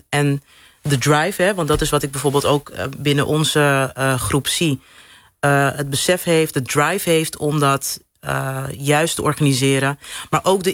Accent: Amsterdam, North Holland, Netherlands; Ik ben hier geboren, getogen. Ik kom uit Amsterdam-Noord, de Bannen.

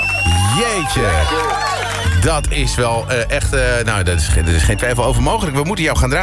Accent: Amsterdam, North Holland, Netherlands; born there; moved away; Ik ben Amsterdammer, hè, geboren tenminste. Inmiddels al een tijdje niet meer, hoor.

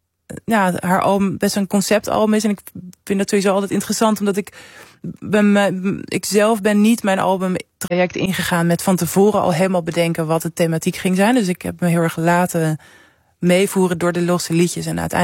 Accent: Netherlands; als Nederlander

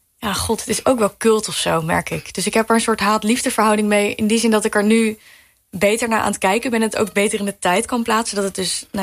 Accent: Arnhem, Gelderland, Netherlands; born or raised there

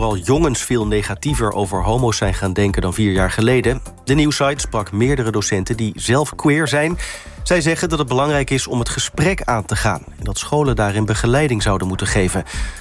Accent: Amsterdam, North Holland, Netherlands

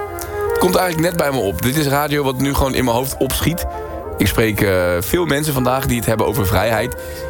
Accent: Netherlands; Daar zijn we als Nederlanders goed in.

